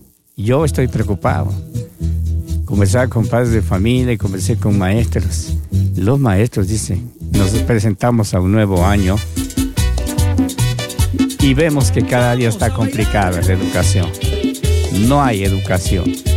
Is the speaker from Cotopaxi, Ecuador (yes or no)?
yes; Latacunga, Cotopaxi, Ecuador; Somos de la Tacunga.